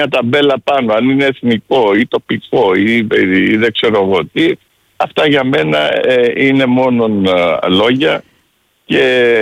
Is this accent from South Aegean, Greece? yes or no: yes; Rhodes, South Aegean, Greece; Εγώ ως Ροδίτης θέλω καθαρό νερό